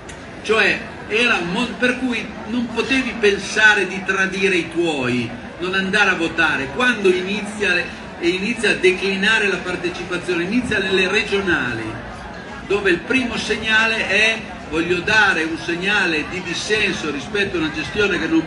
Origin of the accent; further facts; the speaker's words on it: Piedmont, Italy; La mia è la provincia di Alessandria, la provincia di Alessandria fa 188 comuni, di cui credo 150 sotto i 2.000 abitanti.